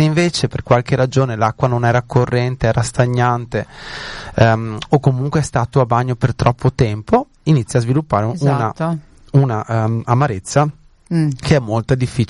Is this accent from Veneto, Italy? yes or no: yes; Veneto, Italy; Noi che siamo veneti